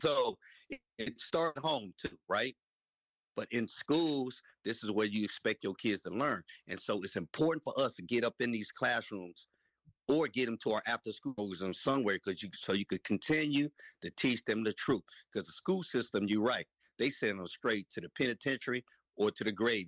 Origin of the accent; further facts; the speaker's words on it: Philippines; I'm Filipino, but they never taught me about nothing about Filipinos in the history of me going from elementary all the way to high school.